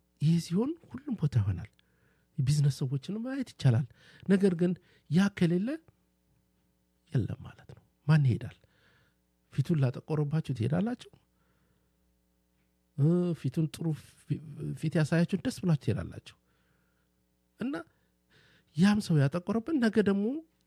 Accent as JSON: {"language": "Amharic", "region": "Dire Dawa", "country": "Ethiopia", "tie": "born there", "said": "አብረን ሄደን ወክ የሚወጣው ድሬዳዋ ማታ ነበር። ረመዳን ጊዜ ድባቡ ለየት ያለ ነው እና አሁን ቁጭ በይ ሳይሆን እንኳን እዛ ተወለድኩ አልኩኝ።"}